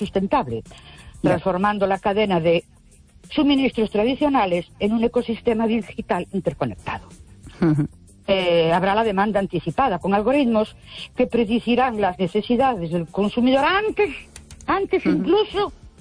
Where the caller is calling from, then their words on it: Ourense, Galicia, Spain; de Ourense.